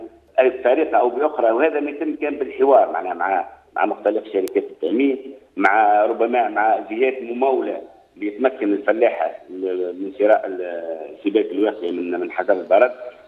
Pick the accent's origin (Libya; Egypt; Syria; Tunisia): Tunisia; Siliana